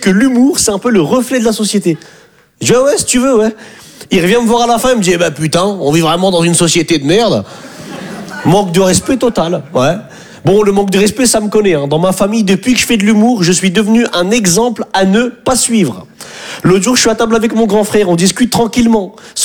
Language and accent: French; Hauts-de-France, France; now in Paris, France